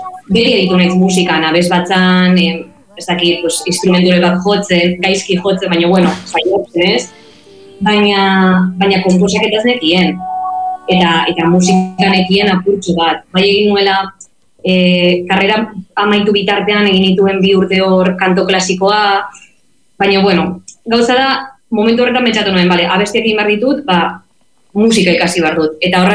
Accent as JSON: {"language": "Basque", "town": "Vitoria-Gasteiz", "region": "Basque Country", "country": "Spain", "moved": "as an adult", "lives_now": "Barcelona, Spain", "said": "Bai, Gasteiztarra naiz, baina duela mala urte etorri nintzen Bartzelonara ikastera, eta momentu zemendik nabil, baina bueno, nik beti esaten dut Gasteiztarra naizela eta euskalduna naizela"}